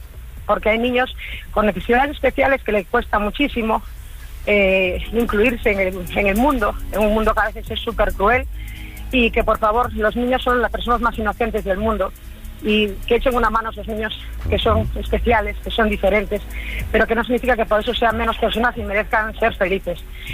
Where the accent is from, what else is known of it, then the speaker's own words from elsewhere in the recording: Vigo, Galicia, Spain; Soy de Vigo, acabo de dejar a mi peque en el colegio